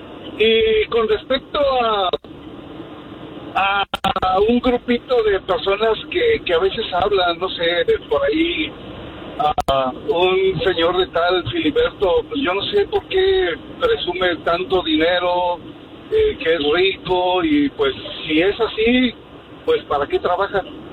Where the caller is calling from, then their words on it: Chicago, Illinois, United States; De la ciudad de los vientos, Chicago, Illinois.